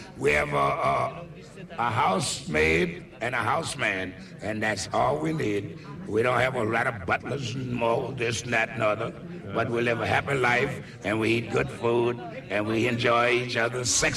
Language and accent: English; New Orleans, Louisiana, United States; Food? Well, I'm from New Orleans, quite naturally. I love red beans and rice.